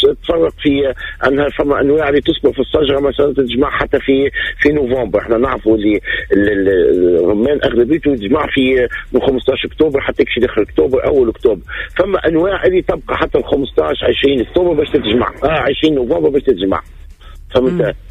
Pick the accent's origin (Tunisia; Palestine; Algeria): Tunisia; اللي عندنا في تونس